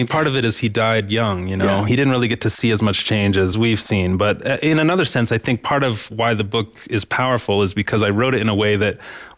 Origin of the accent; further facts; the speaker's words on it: Boulder, Colorado, United States; Absolutely. Yeah, I grew up in Boulder, and I never would have imagined that I would become a professor of history.